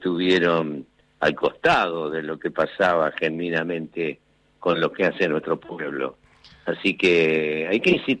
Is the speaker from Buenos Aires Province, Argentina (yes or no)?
yes; Capitán Sarmiento, Buenos Aires Province, Argentina; Mi pueblo está igual. Está un poco más grande, pero todo. Yo soy de Capitán Sarmiento, ¿no? A menos de 120 kilómetros acá de la capital.